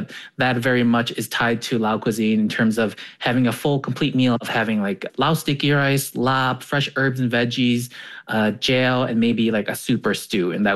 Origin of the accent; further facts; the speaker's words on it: Wisconsin, United States; I was raised in Wisconsin in the Midwest most of my life.